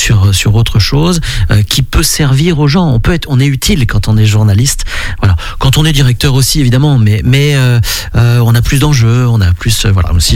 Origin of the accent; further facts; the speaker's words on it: Crozon, Brittany, France; also born or lived in Paris region; now in Vendée, France; je suis de Crozon même, comme on dit, dans mon Finistère, et je tiens aussi à ces racines-là qui sont vraiment très importantes pour moi